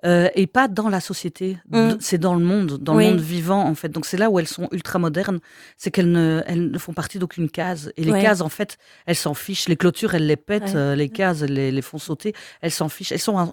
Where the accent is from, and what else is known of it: Luxembourg, Belgium; accent: Luxembourg province